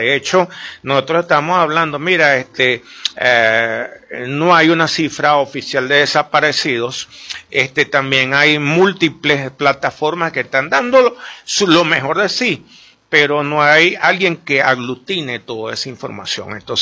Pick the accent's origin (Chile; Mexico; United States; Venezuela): Venezuela; ¿cuántos venezolanos estamos ahorita en Venezuela?